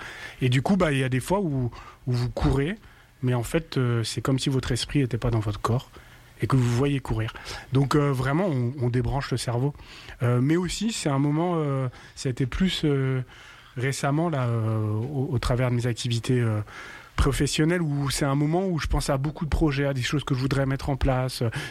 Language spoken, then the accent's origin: French; France; J'ai grandi en France et puis rêvé d'être footballeur